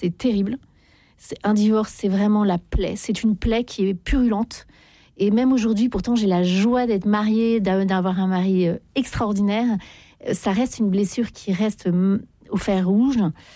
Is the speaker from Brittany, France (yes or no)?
no; Paris, Île-de-France, France